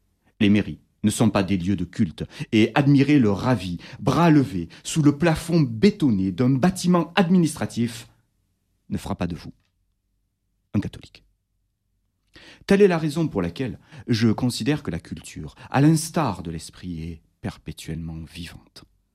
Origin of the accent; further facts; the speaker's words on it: Carcassonne, Occitanie, France; born there; also born or lived in Toulouse; parce que je suis carcassonnais, je suis né à Carcassonne en tout cas, j'ai vécu à Toulouse, je ne sais pas si les auditeurs entendent ou reconnaissent l'accent.